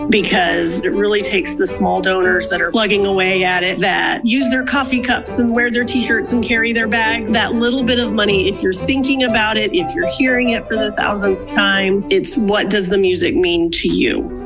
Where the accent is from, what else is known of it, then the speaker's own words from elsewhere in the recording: Arlington, Texas, United States; from Arlington, Texas.